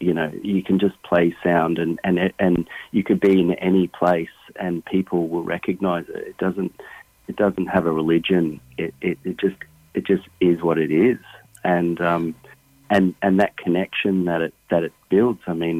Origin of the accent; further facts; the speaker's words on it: Australia; I guess you can draw from being an Australian